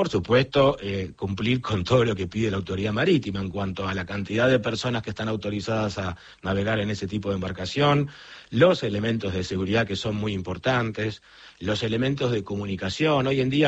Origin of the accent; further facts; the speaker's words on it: Argentina; moved away; also born or lived in Colonia, Uruguay; mi licencia es de cuando yo soy argentino, de cuando yo vivía en Uruguay.